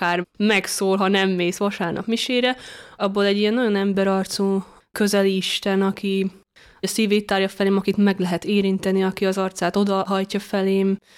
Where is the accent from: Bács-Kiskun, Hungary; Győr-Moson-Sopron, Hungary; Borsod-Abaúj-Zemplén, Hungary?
Borsod-Abaúj-Zemplén, Hungary; Harsány; also born or lived in Miskolc; now in Szécsény, Hungary; Miskolcon születtem, de Harsányban nőttem fel, egy szép nagy családban, négyen vagyunk testvérek. Eredetileg görög katolikusok vagyunk, és annak is lettem keresztelve